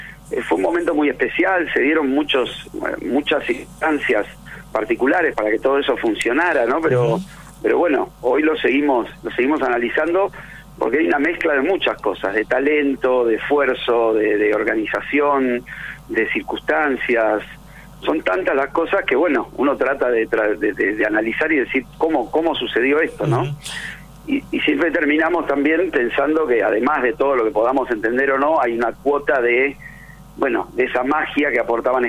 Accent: Mar del Plata, Buenos Aires Province, Argentina; yo soy de Mar del Plata.

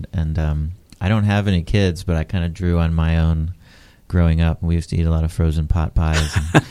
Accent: Knoxville, Tennessee, United States; moved away as an adult; now in Nashville, United States; I grew up in Knoxville and moved to Nashville about 10 years ago.

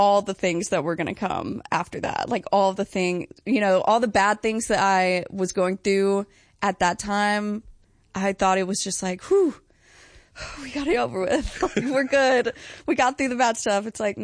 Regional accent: Ringgold, Georgia, United States; I'm technically from Ringgold. I tell people I'm from Chattanooga because, I mean

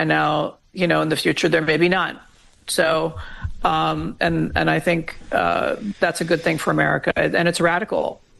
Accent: Deep South, United States; I grew up in the Deep South, and it's a very different place than when I moved there.

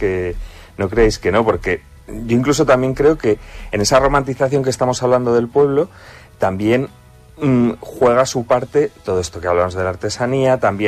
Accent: Zamora, Castile and León, Spain; Bueno, yo que soy de Zamora, mantas zamoranas, ¿no?

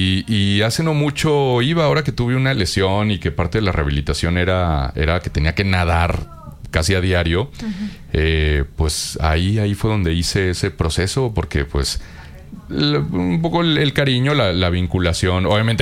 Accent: Chihuahua, Mexico; born there; now in Torreón, Mexico; cuando era niño en Chihuahua

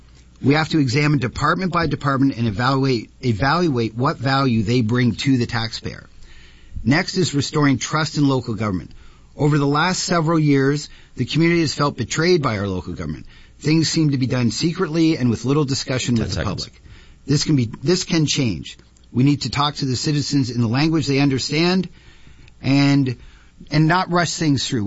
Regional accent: Chatham-Kent, Ontario, Canada; I'm running for mayor of Chatham-Kent. I am born and raised in Chatham-Kent, married for 30 years to Joanne, and we have raised 5 children in Chatham-Kent.

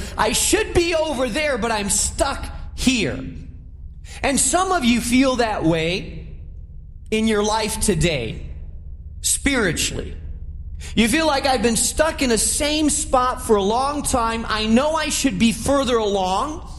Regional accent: Chicago, Illinois, United States; I mean, we're from Chicago, so we've all experienced, in the middle of a bad, bad winter, how your car gets stuck in an alley or in a parking space.

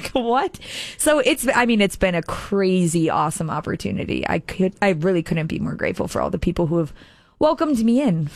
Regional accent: Chicago, Illinois, United States

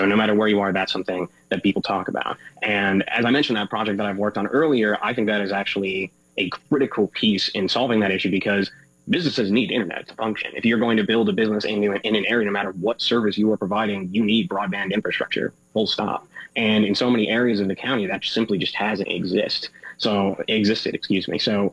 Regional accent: Oswego, Illinois, United States; I grew up in Oswego, yeah.

